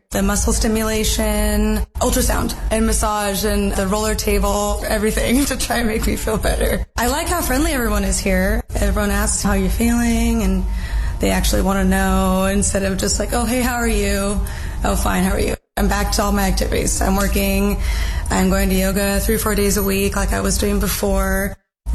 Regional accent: Portland, United States; I'm from Portland.

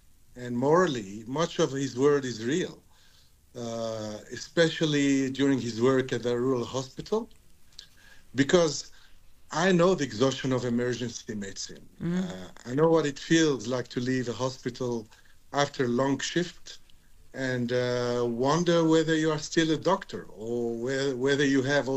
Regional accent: Tunisia; So, as a Tunisian doctor, because I come from Tunisia and North Africa

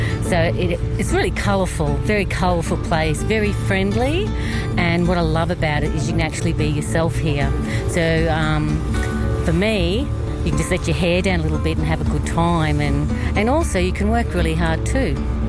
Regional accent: Geelong, Victoria, Australia; born there; now in Alice Springs, Australia; I was born in Geelong in Victoria, so it's a lot colder down there than it is here.

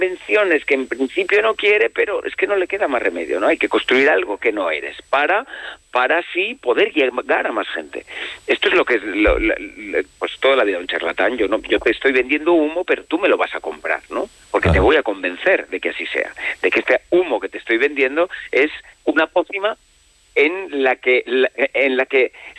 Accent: Calahorra, La Rioja, Spain; los he traído a mi ciudad y a otras localidades de La Rioja también

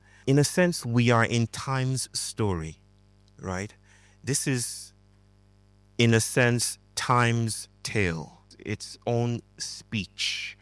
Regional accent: Nigeria; I grew up in Nigeria, and we had songs that basically came down to the idea that time is money, right?

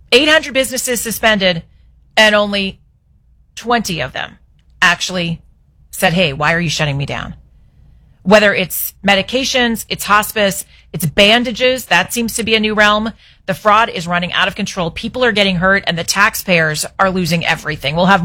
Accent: Los Angeles, California, United States; Here in Los Angeles, my hometown

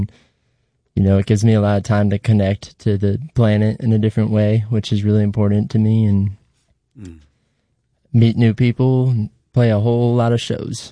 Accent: Rochester, New York, United States; born or raised there; moved away as an adult

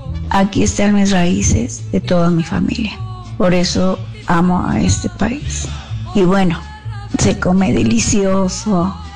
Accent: Mexico; soy mexicana porque esta tierra me vio nacer. Y amo a México porque aquí es donde he crecido, amado, hecho a mi familia, mis hijas, mis amistades. Aquí están mis raíces de toda mi familia.

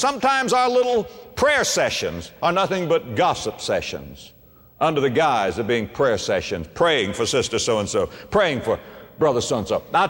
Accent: Florida, United States; born or raised there

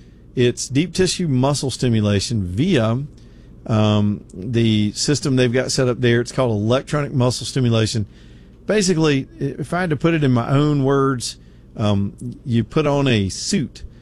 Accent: United States; It's just maybe it's because I'm too American.

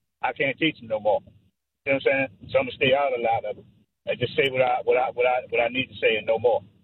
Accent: Baltimore, Maryland, United States; I'm from Baltimore, Carl.

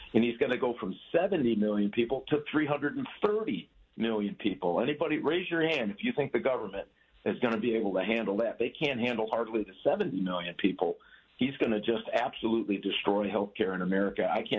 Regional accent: Michigan, United States; And you and I know this because we're from Michigan

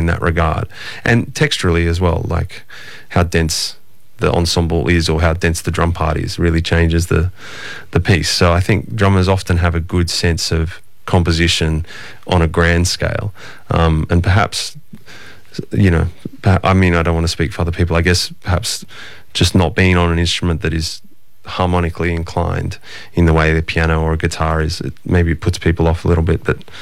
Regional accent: Castle Hill, New South Wales, Australia; In the hills. Mm-hmm. I grew up in Castle Hill.

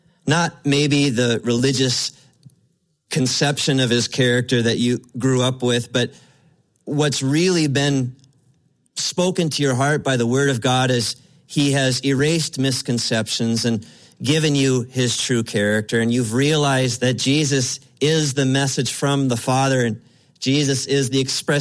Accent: West St. Paul, Minnesota, United States; I grew up in the West St. Paul, Mendota Heights area.

